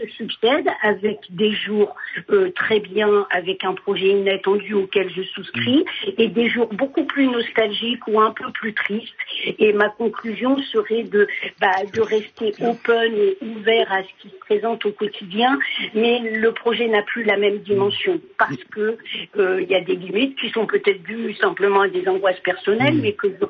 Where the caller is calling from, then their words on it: Fresnes, Île-de-France, France; j'appelle de Fresnes.